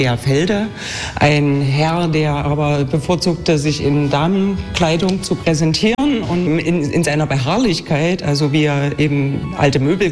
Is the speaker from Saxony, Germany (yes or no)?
yes; Dresden, Saxony, Germany; now in Oderbruch, Germany; man hört es vielleicht auch nicht, gebürtige Oderbrücherin. Ich komme aus dem Bergland, also aus Dresden.